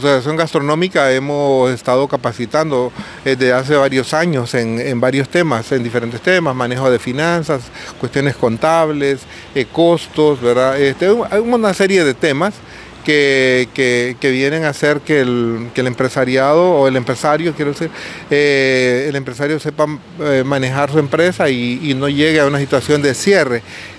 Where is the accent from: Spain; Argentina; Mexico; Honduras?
Honduras; nosotros como hondureños